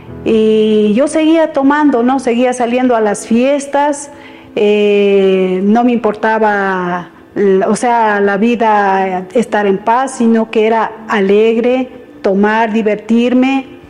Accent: Carchi, Ecuador; now in Quito, Ecuador; Yo vine del Carchi aquí a Quito, donde me enfrenté a muchos riesgos sin tener a nadie aquí.

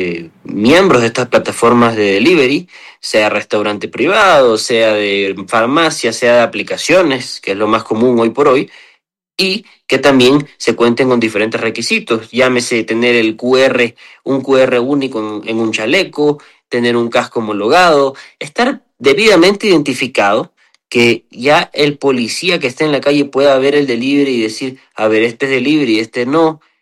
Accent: Ecuador

